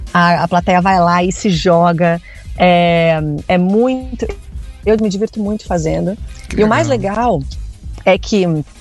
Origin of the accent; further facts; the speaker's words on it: São Paulo, Brazil; Eu sou de São Paulo, né?